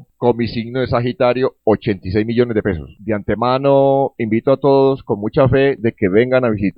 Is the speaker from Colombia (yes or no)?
yes; Riosucio, Colombia; Sí, profe, yo soy de Río Sucio. Tenía yo mi hogar, tenía unos negocios, entre ellos una residencia.